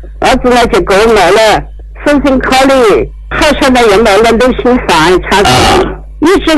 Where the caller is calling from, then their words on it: Kunming, Yunnan, China; 我是昆明的，我们在昆明西沙区。